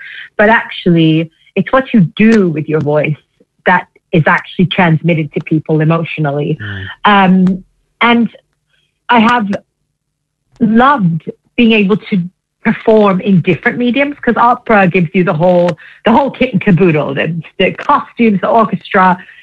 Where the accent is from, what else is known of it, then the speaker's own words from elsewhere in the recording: Melbourne, Victoria, Australia; moved away; I'm from Melbourne.